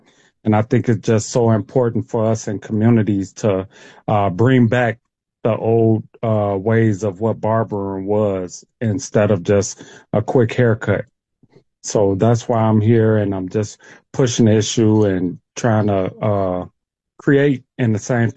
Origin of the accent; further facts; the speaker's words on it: Chicago, Illinois, United States; growing up in Chicago, because they love to signify in Chicago